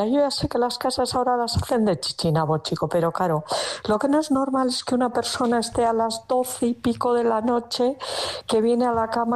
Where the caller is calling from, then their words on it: Alonsotegi, Basque Country, Spain; soy de Alonso Tegui